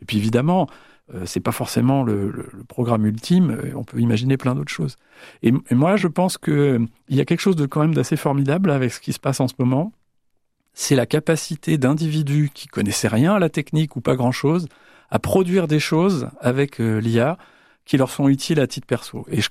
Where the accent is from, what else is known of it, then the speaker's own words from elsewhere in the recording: France; ceux qu'on utilise chez nous, en France ou en Europe